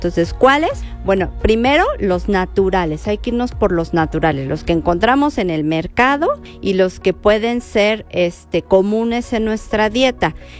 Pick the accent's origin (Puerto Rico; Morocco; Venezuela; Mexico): Mexico; en nuestra dieta como mexicanos